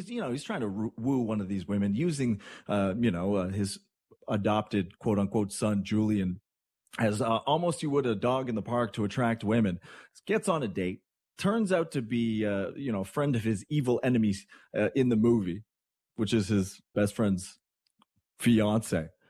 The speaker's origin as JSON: {"language": "English", "country": "Canada"}